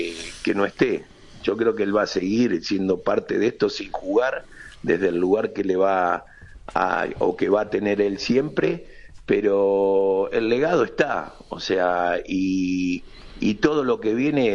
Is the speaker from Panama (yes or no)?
no; Argentina; sabiendo que es una persona que nos representa en el mundo, y como argentino uno tiene que estar orgulloso.